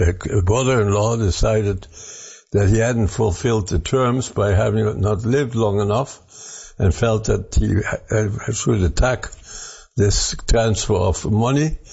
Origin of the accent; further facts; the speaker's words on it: Germany; born there; English is a second language; Well, I was born in Germany in 1925, which makes me 98 at the present time. and into a well-to-do family.